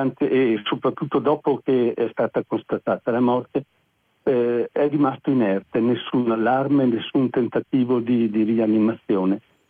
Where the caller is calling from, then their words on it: Trento, Trentino-Alto Adige, Italy; da Trento.